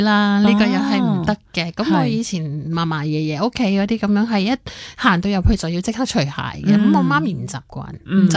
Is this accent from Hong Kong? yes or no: yes; Hong Kong; 我哋香港人觉得系好普遍啦